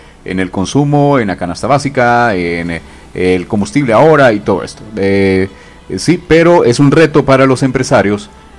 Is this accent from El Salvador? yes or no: yes; El Salvador; nosotros como salvadoreños somos un pueblo consumista.